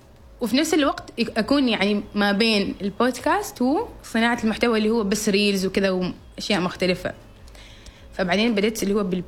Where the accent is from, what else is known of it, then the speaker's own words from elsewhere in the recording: Oman; واقعنا إحنا كعمانيين.